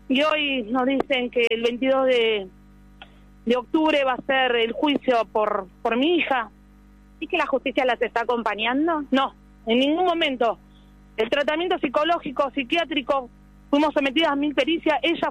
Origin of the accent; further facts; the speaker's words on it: San Justo, Buenos Aires Province, Argentina; A mí me está ayudando el Cajut de La Matanza. Nosotros somos de San Justo.